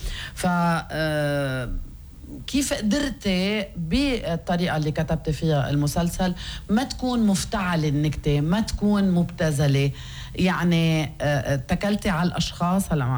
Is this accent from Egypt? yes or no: no; Lebanon; ما بيقدي الحياة اللي عم نعيشها نحن كلبنانية